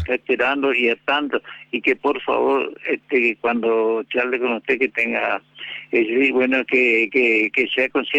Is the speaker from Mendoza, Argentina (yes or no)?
no; Ituzaingó, Corrientes, Argentina; now in Posadas, Argentina; De la música del litoral, soy de Ituzaingó, Corrientes, de sí, la provincia de Corrientes, allá radicado en Posadas.